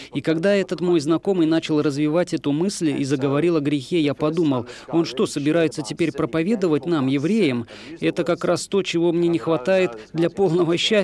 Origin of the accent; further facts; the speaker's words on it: South Africa; moved away; Я вырос в Южной Африке.